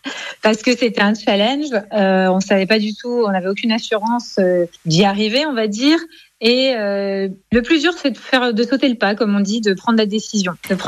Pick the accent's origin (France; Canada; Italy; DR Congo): France; moved away as an adult; now in Miami, United States